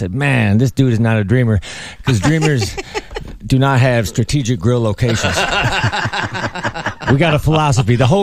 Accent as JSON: {"language": "English", "region": "Minnesota", "country": "United States", "tie": "born or raised there", "said": "I come from Minnesota, so it was obviously snowy in the winter."}